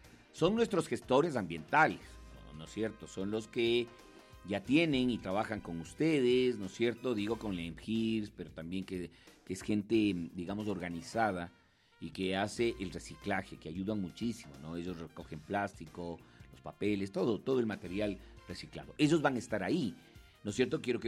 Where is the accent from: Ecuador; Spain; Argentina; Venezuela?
Ecuador